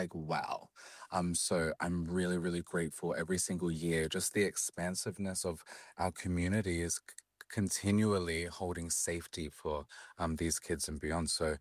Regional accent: Campbelltown, New South Wales, Australia; I grew up in Campbelltown.

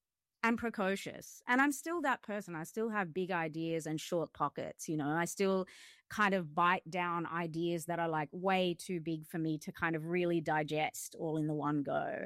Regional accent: Campbelltown, New South Wales, Australia; because I'm from Campbelltown

